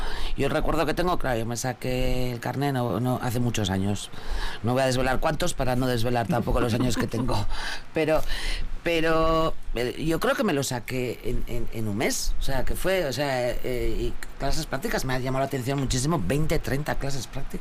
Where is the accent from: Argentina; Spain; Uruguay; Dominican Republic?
Spain; Izarra, Basque Country; A ver, yo soy de pueblo. Soy de Izarra, entonces yo creo que nosotros cogíamos tractores, coches, camiones, motos.